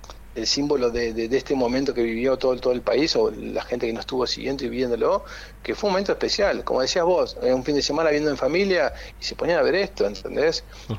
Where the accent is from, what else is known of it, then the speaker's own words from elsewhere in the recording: Argentina; competitivos somos de argentinos